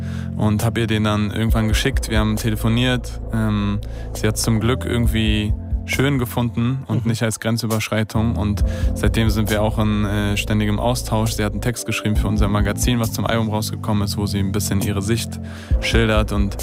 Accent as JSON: {"language": "German", "region": "Berlin", "country": "Germany", "tie": "born or raised there", "said": "Ich bin ja in Moabit aufgewachsen und bin immer noch in Moabit."}